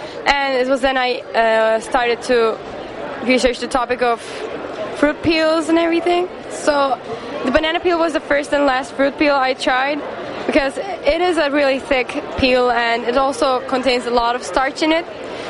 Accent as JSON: {"language": "English", "region": "Istanbul", "country": "Turkey", "said": "I'm from Istanbul, Turkey."}